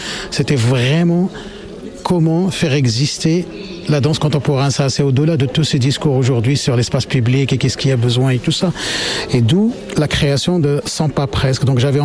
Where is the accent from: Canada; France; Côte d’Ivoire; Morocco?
Morocco; Moi, je suis marocain.